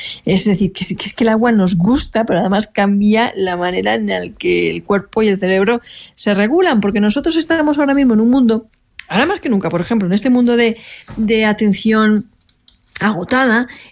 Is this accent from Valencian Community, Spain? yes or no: yes; Alicante, Valencian Community, Spain; O sea, yo, por ejemplo, que soy del Mediterráneo, de Alicante, yo cuando voy a la playa siempre me gusta situarme en una zona donde el agua rompe contra unas roquitas